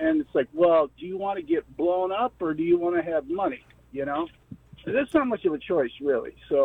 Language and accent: English; Las Vegas, Nevada, United States; I was born in Las Vegas in the early 1950s, so I've seen all the changes that this city has gone through